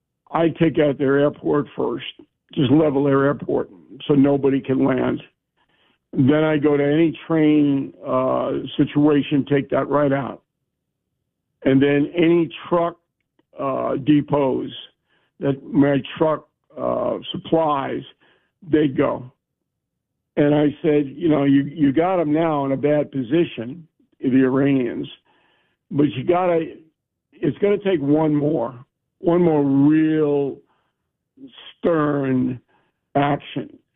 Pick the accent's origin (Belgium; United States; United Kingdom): United States; Levittown, New York; For the working people, and I'm one of the working people. I'm from Levittown.